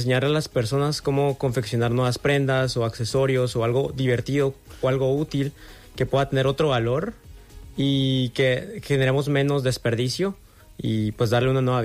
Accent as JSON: {"language": "Spanish", "country": "Guatemala", "said": "Yo soy de Guatemala, tengo esta marca que se llama Defense"}